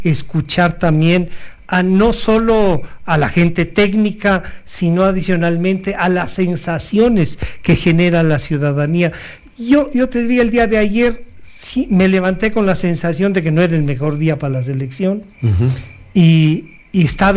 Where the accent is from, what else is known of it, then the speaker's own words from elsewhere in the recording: Ecuador; El Ecuador somos así.